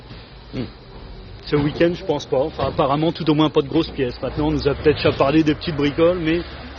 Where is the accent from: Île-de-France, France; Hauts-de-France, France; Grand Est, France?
Hauts-de-France, France; Douai; Bon, nous venons du Nord, nous venons de Douai.